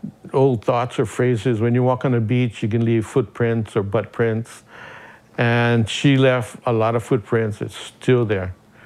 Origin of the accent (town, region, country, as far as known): Hawaii, United States